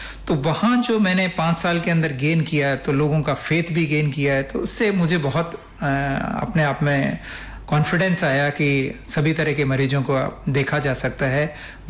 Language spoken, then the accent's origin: Hindi; Rajasthan, India; first language Rajasthani; Hindi is a second language; मैं यहाँ राजस्थान से हूँ, भाषा मेरी राजस्थानी रही है